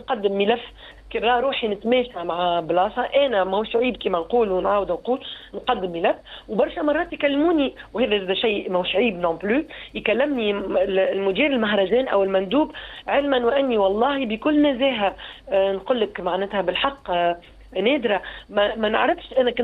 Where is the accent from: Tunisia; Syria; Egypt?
Tunisia